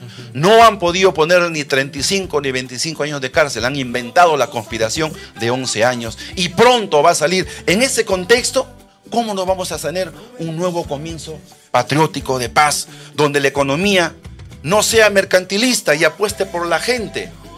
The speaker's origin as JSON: {"language": "Spanish", "country": "Peru"}